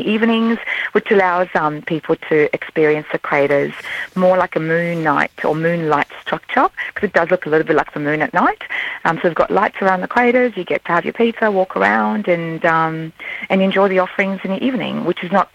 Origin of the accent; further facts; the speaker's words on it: Melbourne, Victoria, Australia; moved away as an adult; So we're from Melbourne originally. We've been here for 3 years